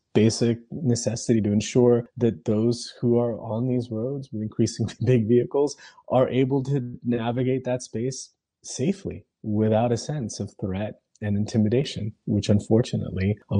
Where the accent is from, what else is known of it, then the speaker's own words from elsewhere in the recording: California, United States; I grew up in California.